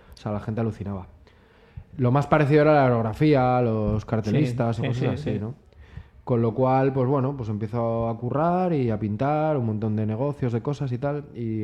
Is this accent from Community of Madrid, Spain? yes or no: yes; Madrid, Community of Madrid, Spain; born there; also born or lived in Majadahonda / Boadilla del Monte / Carabanchel; yo nací en Usera